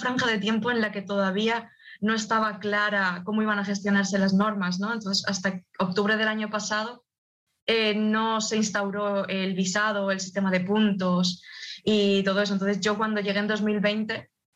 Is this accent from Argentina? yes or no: no; Spain; moved away as an adult; now in Scotland, United Kingdom; yo soy de España y me he mudado aquí